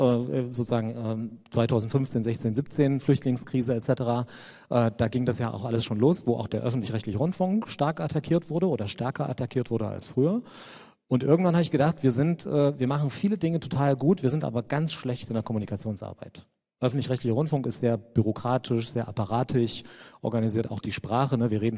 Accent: Saxony, Germany; Ich war 12, als die Mauer fiel. Ich komme aus der Nähe von Chemnitz und habe so gespürt, oh, da passiert was.

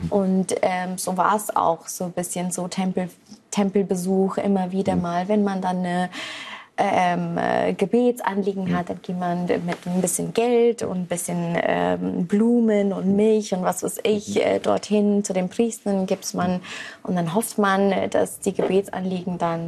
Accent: Singapore; Ich bin ja aus Singapur und da haben wir unser eigener Hinduismus, würde ich sagen.

